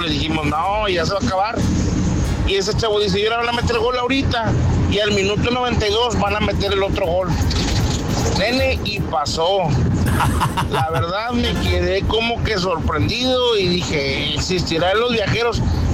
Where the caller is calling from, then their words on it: Monterrey, Nuevo León, Mexico; Yo soy de aquí de Monterrey